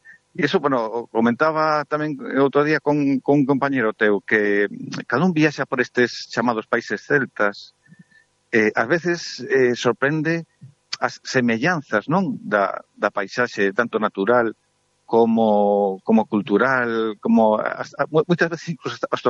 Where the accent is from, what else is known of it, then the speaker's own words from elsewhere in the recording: Galicia, Spain; É algo que nos escollimos para construir a nosa identidade como galegos, que nos define, pero ao mesmo tempo nos conecta, nos internacionaliza.